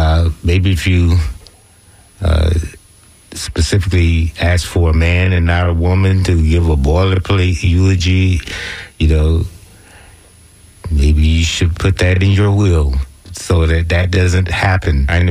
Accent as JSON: {"language": "English", "town": "Biloxi", "region": "Mississippi", "country": "United States", "tie": "born or raised there", "said": "such as where the city I was growing up in Biloxi"}